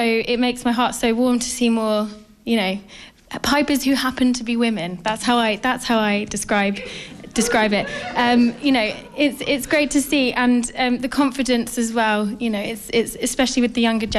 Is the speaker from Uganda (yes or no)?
no; Ireland; now in London, United Kingdom; the support that we get as Irish musicians now is amazing.